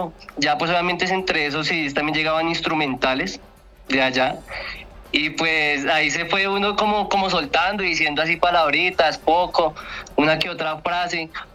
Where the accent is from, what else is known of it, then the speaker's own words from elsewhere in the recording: Bogotá, Bogotá Capital District, Colombia; yo soy pues de Bogotá, en el barrio Kennedy